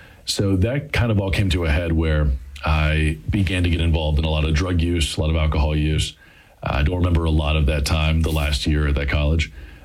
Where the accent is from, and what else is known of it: Douglasville, Georgia, United States; born or raised there